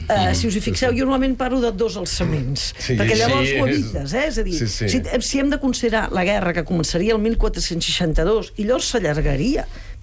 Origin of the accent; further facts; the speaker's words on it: Catalonia, Spain; Pla de l'Estany, que és la meva comarca, Pla de l'Estany.